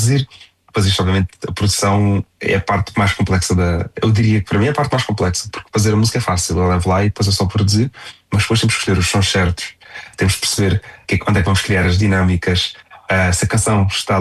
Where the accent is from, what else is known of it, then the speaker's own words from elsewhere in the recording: Faro, Algarve, Portugal; passei a minha infância no Algarve. É Faro.